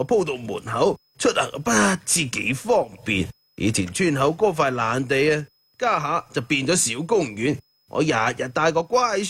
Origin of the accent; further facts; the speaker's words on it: Guangdong, China; 我土生土长60多年噶啦。